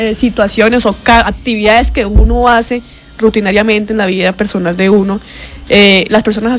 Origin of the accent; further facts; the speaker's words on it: Sabana de Torres, Santander, Colombia; moved away; yo soy de un pueblito, yo soy de Sabana de Torres, Sabana, que es un hermoso pueblito.